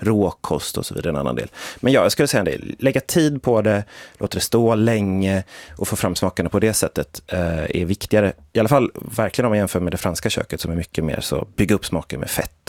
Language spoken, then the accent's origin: Swedish; Sweden; som svensk känner man ju sig absolut igen sig mer i det sättet.